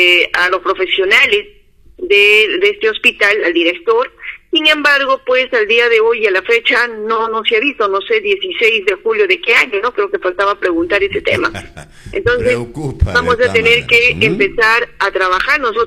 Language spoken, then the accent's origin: Spanish; Cusco, Peru; que nos beneficia para nosotros tener gas como cusqueños